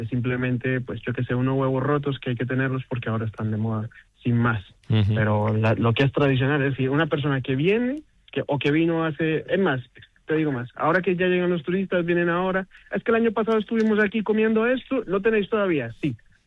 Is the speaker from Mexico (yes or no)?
no; Colombia; moved away as an adult; now in Ourense, Spain; yo soy colombiano, pero llevo aquí en Orense 20 años.